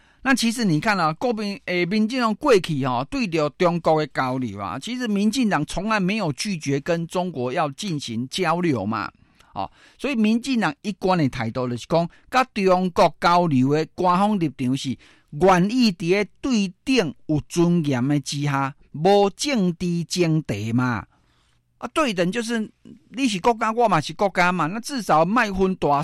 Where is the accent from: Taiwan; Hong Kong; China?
Taiwan; 包括就现在有我们台湾人去到中国的